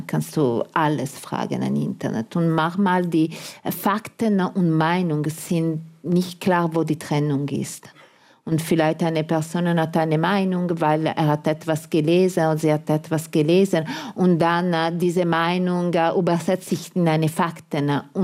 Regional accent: Italy; German is a second language; Nun, für mich als Italiener war etwas negativ, aber alle anderen waren zufrieden.

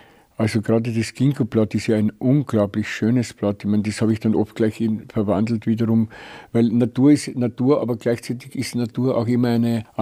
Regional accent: Lower Austria, Austria; moved away; Ich komme ja aus dem Weinviertel und das ist auch eine sehr hügelige Landschaft.

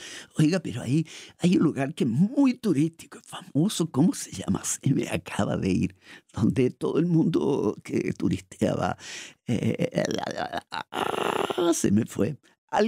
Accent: Chile; moved away; Porque en mi país de origen, en Chile, ni idea de arepa las conocemos ahora

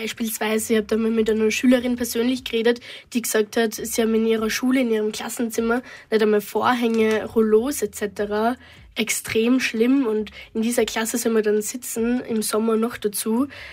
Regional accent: Jagenbach, Lower Austria, Austria; ich komme aus Jagenbach. Das ist eine kleine Ortschaft im Waldviertel in Niederösterreich.

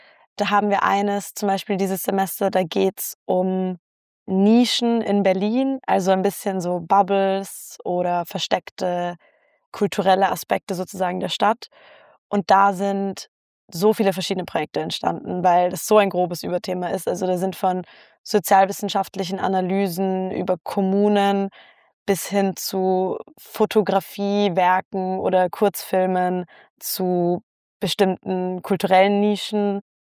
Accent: Vienna, Austria; now in Germany; Und hier, wenn ich sage, ich komme aus Wien, die Leute drehen durch.

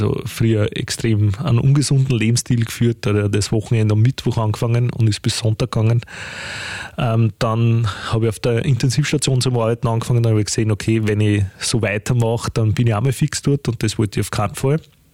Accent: Geiselberg, Lower Austria, Austria; now in Vienna, Austria

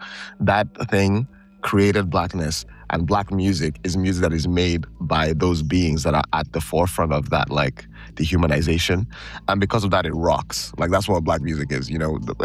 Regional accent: Nigeria; now in Manchester, United Kingdom; I grew up in Nigeria. I speak the language

